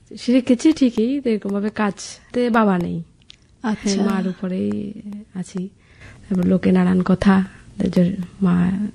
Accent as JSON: {"language": "Bangla", "region": "Tripura", "country": "India", "tie": "born there", "moved": "yes", "lives_now": "Rajnagar, Belonia, India", "said": "বাবার বাড়ি নিহাননগর।"}